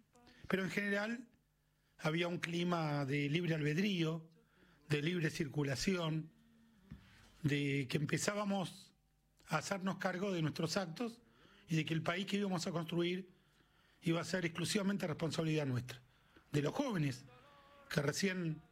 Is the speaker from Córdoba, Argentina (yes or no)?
no; Tigre, Buenos Aires Province, Argentina; Yo pasé toda mi infancia en el Tigre, en el Club de Niños de Gas del Estado, que es donde ahora está Ecosol, no sé si se sigue llamando así.